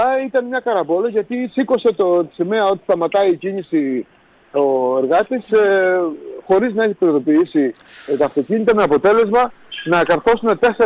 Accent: Greece; εμείς ως Έλληνες θα ανεχόμαστε γιατί είμαστε δίπλα από το σπίτι μας

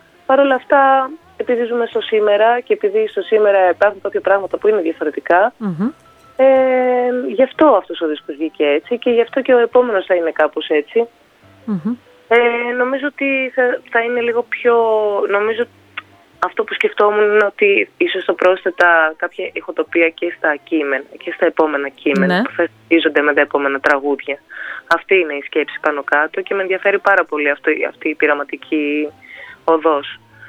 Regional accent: Athens, Attica, Greece; εγώ έχω γεννηθεί, έχω μεγαλώσει στην Αθήνα, οπότε θεωρώ τον εαυτό μου περισσότερο Αθηναία από οτιδήποτε άλλο.

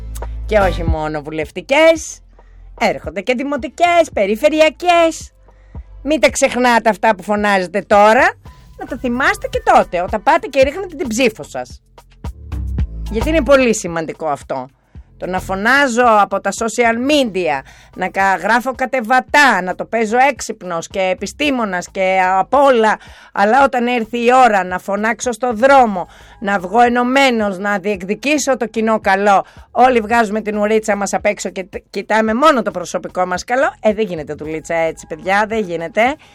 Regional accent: Greece

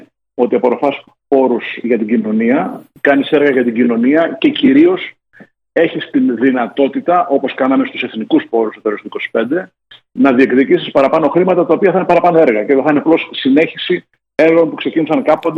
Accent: Peloponnese, Greece; εδώ στην πατρίδα μου την Αρκαδία

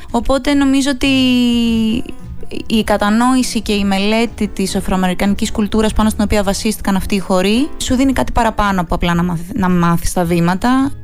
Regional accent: Greece; δεν είναι μια δική μας κουλτούρα σαν Έλληνες

